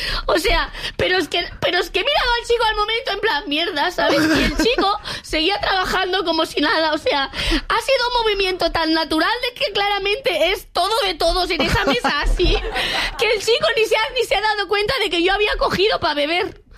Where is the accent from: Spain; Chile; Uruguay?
Spain; Catalonia; como persona catalana esto me